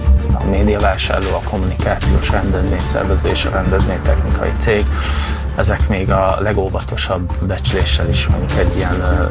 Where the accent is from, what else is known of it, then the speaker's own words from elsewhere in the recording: Hungary; Én ebbe az országba születtem, itt éltem, itt van a családom, és úgy érzem, semmi okom arra, hogy bárhova menjek.